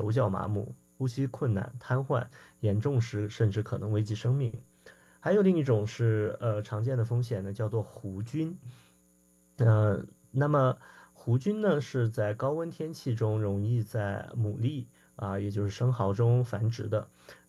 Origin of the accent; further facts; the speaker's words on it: China; now in Seattle, United States; 我们中国人